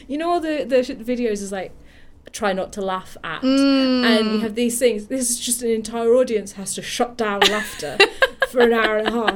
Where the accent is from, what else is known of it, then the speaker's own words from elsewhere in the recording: Yorkshire and the Humber, United Kingdom; accent: Yorkshire; I sound like I'm from Yorkshire, but I am